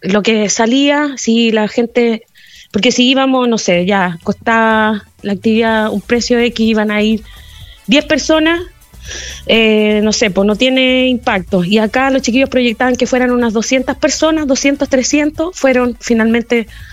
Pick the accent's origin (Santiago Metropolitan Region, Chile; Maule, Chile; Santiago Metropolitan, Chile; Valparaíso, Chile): Valparaíso, Chile; La Cruz; los que somos de la Cruz